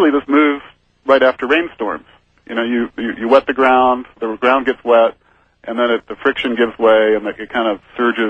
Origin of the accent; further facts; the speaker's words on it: Hayward, California, United States; I grew up near Hayward, so I've got some local interest there.